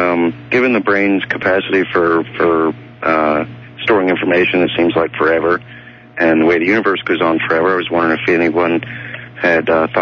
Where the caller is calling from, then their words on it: Columbus, Ohio, United States; I'm calling from 610 WTVN, listening area in Columbus.